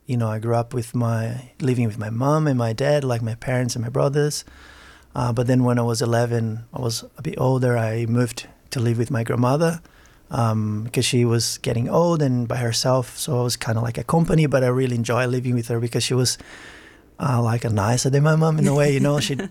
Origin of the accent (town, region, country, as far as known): Brazil; born or raised there; now in Australia